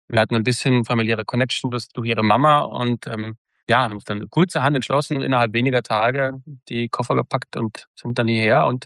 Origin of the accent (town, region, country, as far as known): Austria